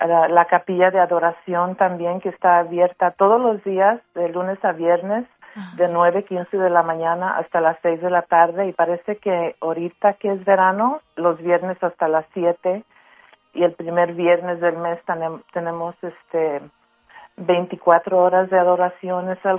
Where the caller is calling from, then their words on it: Woodland, United States; llamo de Woodland